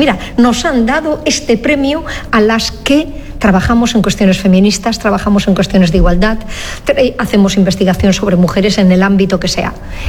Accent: El Bierzo, Castile and León, Spain; born there; now in Valencia, Spain; he nacido en León, en la provincia de León, en El Bierzo.

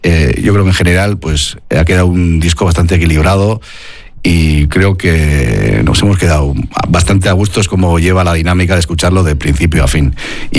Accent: Oñati, Basque Country, Spain; born or raised there

